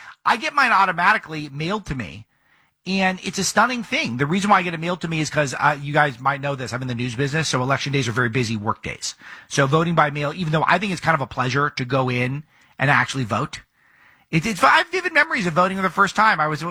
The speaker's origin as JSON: {"language": "English", "region": "California", "country": "United States", "said": "So if you don't think there's evidence that Democrats are willing to cheat, look no further than my home state of California"}